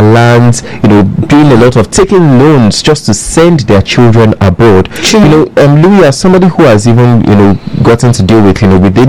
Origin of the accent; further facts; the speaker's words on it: Nigeria; as a Nigerian